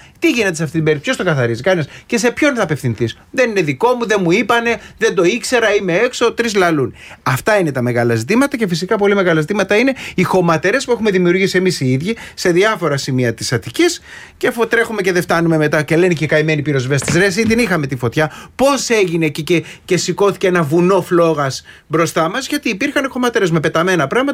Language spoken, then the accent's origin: Greek; Trikorfo, Peloponnese, Greece; Σάκη, σήμερα έχει πανηγύρι στο χωριό μου. Τρίκορφο Μεσσηνίας με μπύρες, σουβλάκια και μπόλικη γουρνοπούλα.